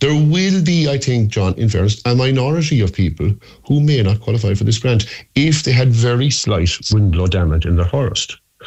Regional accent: Galway, Connacht, Ireland; moved away; I'm originally from Galway, so I know the issue of deers around Galway.

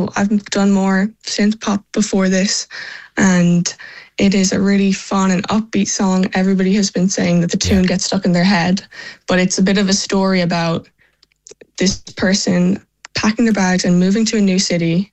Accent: Galway, Connacht, Ireland; moved away as an adult; now in Vancouver, Canada

